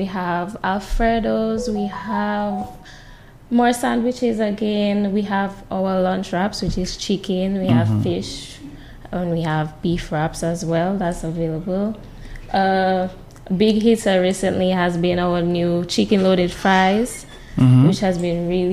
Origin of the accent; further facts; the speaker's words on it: Marigot, Saint Andrew Parish, Dominica; I'm from Marigot.